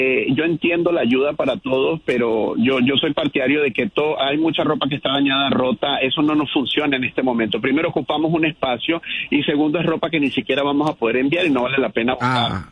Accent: Venezuela; now in Los Angeles, United States

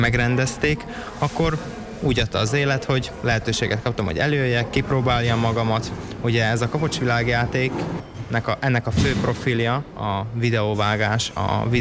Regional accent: Vezekény, Bratislava Region, Slovakia; Pontosan Felvidék, Vezekény a település neve, az valahol Pozsony mellett van.

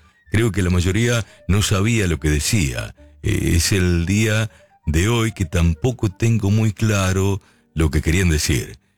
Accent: Argentina; Nosotros somos los argentinos. Tenemos, así como veneramos a San Cayetano, también veneramos a la Virgen de San Nicolás, también veneramos a la patrona de la República Argentina, la Virgen de Luján

